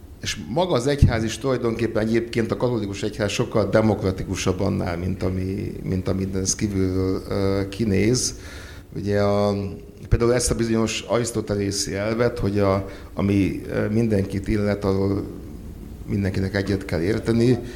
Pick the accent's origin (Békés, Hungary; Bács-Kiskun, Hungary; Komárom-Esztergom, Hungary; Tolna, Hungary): Bács-Kiskun, Hungary; Kecskemét; born there; hát például az én szülővárosomban, Kecskeméten